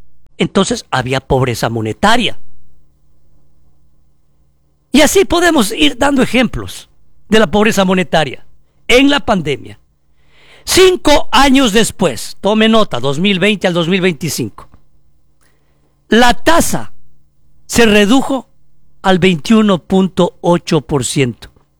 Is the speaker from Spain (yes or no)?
no; Ecuador